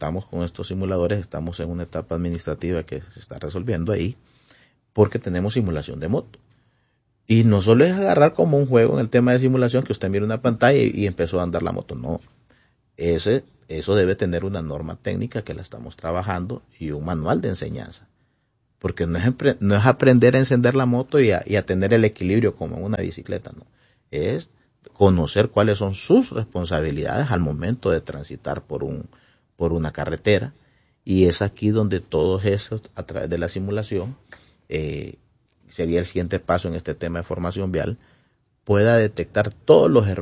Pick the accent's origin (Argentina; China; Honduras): Honduras; en primer lugar, como hondureños, con su familia y con todas las personas que circulan